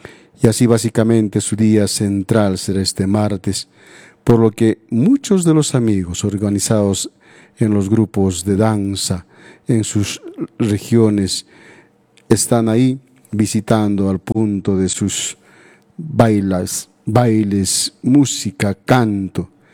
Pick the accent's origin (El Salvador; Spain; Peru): Peru; regiones de nuestra querida patria, el Perú